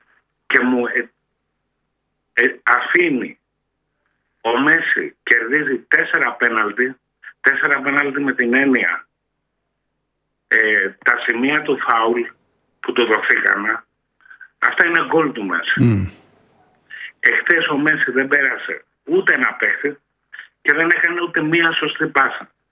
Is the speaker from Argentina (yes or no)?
yes; Argentina; now in Piraeus, Greece; Να πω κάτι επειδή είμαι από Αργεντινή.